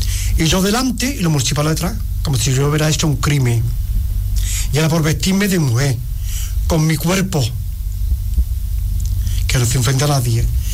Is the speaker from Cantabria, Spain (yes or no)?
no; Arcos de la Frontera, Andalusia, Spain; moved away as an adult; also born or lived in Basque Country; cuando me jubilé, pues me vine a mi tierra, a Arco de la Frontera, pues yo nací aquí. Que me fui con 25 años.